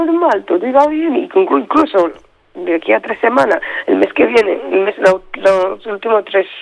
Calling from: Barcelona, Catalonia, Spain; Yo vivo en Barcelona

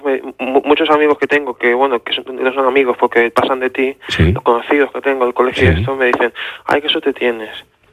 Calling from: Terrassa, Catalonia, Spain; yo vivo en Tarrasa, ¿no? Pero yo trabajo más en la capital.

